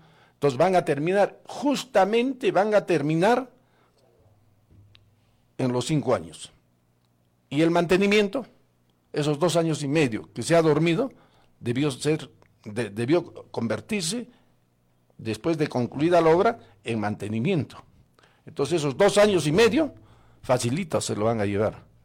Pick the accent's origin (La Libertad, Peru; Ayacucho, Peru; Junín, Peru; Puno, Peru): Ayacucho, Peru; Coracora; Yo solamente consulto con mi pueblo, con Coracora, quien me puso en el cargo.